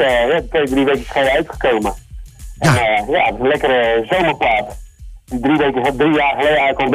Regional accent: Noordwijk, South Holland, Netherlands; Noordwijk waar ik vandaan kom.

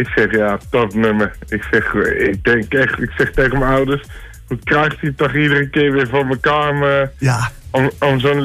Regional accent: Houten, Utrecht, Netherlands; Ik kom uit Houten, bij Utrecht.

